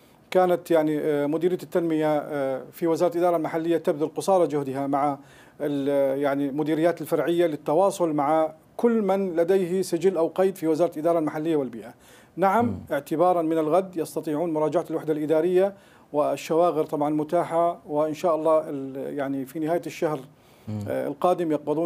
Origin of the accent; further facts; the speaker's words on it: Aleppo, Aleppo Governorate, Syria; moved away; أنا من مدينة حلب، أزور مدينتي كل أسبوع